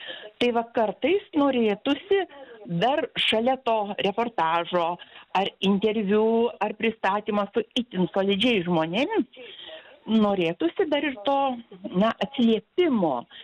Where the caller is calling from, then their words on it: Kaunas, Kaunas County, Lithuania; esu iš Kauno